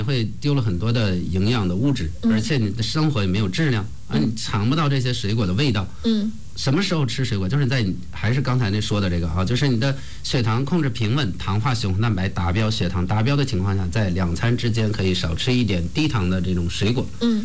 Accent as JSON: {"language": "Chinese", "country": "China", "said": "咱们就是中国人的这种烹饪可能油脂的含量还稍微高一点"}